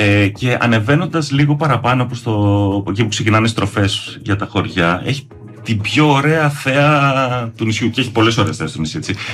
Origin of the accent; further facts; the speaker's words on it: Ithaca, Ionian Islands, Greece; also born or lived in Astakos; Είμαι Κουρλοθιακός. Κατά το ίμιση. Κατά το άλλο μισό είμαι από τον Αστακό.